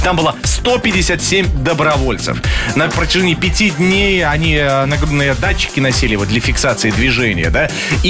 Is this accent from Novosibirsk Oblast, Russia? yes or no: no; Yaroslavl, Yaroslavl Oblast, Russia; Я из Ярославля, да.